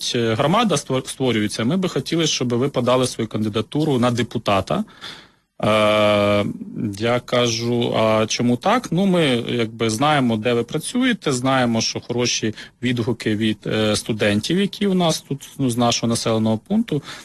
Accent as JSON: {"language": "Ukrainian", "region": "Mykolaiv Oblast", "country": "Ukraine", "tie": "born there", "also_born_or_lived": "Hlukhiv, Sumy Oblast"}